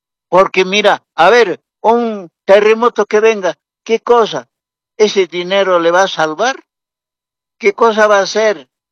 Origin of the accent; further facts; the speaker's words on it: Bolivia; ¿Dónde está nuestro derecho como buenos bolivianos?